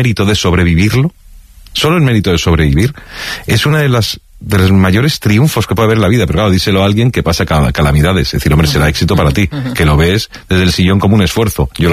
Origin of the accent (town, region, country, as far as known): Spain